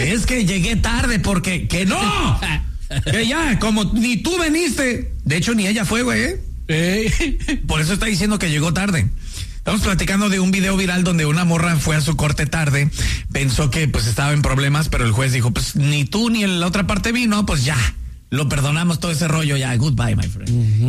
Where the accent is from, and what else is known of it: Mexico